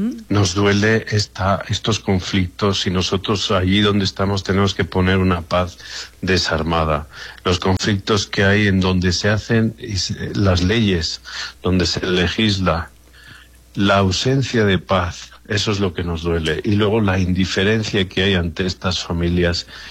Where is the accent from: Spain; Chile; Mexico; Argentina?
Mexico; Y ahora vendrá el día del grito, y todos somos eufóricos y todos somos mexicanos